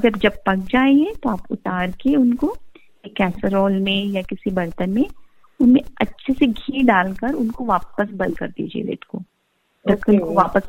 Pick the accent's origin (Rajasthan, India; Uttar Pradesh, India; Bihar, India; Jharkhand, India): Rajasthan, India; क्योंकि दाल बाटी के साथ हम राजस्थानी लोगों को कुछ तो चटकारा